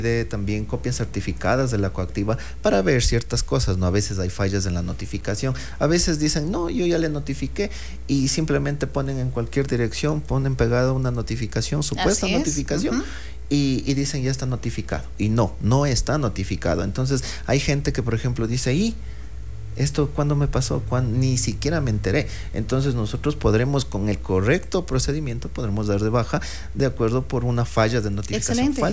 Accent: Ecuador; nosotros como ecuatorianos

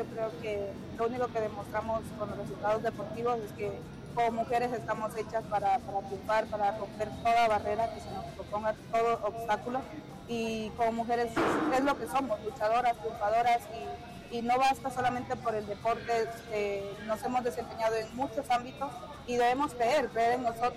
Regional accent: Ecuador; Somos mujeres, somos ecuatorianas, y yo creo que siempre vamos a luchar por lo que queremos.

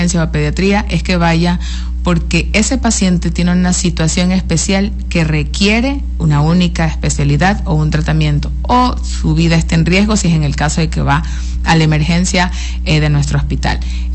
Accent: Esmeraldas, Ecuador; moved away as an adult; now in Morona Santiago, Ecuador; Bueno, yo soy esmeraldeña. En todos los ámbitos, esmeraldeña de Esmeraldas, la original, y siempre digo esmeraldeña de la Esmeraldas Oriental también. Hace ya 10 años, casi 11 años que vivo en Morona, Santiago.

